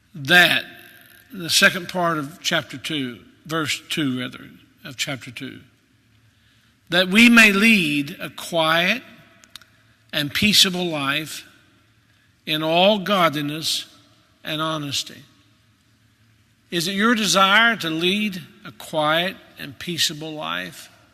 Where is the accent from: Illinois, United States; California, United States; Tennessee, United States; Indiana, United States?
Tennessee, United States; Maryville; Maryville, Tennessee, my hometown.